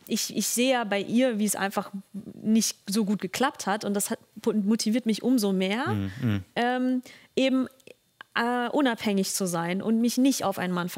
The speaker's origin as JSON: {"language": "German", "country": "Germany", "tie": "born or raised there"}